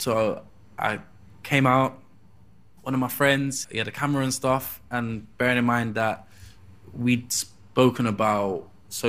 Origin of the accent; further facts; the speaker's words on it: Peckham, London, United Kingdom; but growing up in Peckham, people weren't for my demographic weren't really putting out YouTube videos